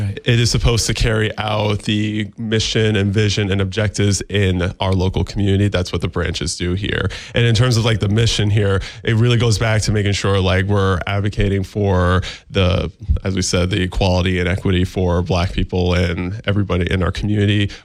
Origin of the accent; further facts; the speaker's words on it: Utica, New York, United States; So I'm born and raised in Utica.